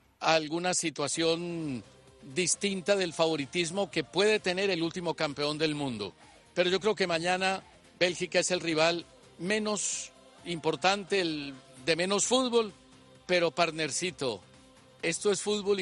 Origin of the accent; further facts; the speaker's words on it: Colombia; Yo la verdad es que no entiendo a mi pueblo, no entiendo a mi Colombia querida.